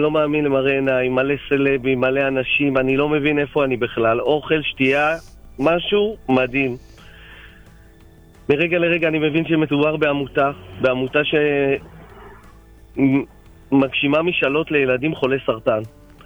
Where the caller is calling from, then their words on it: Haifa, Haifa District, Israel; אני מחיפה ומירושלים.